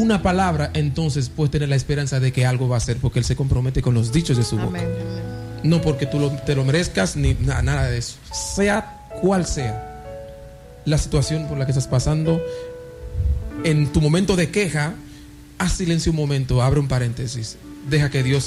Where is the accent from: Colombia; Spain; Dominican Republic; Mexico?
Dominican Republic; como decimos en buen dominicano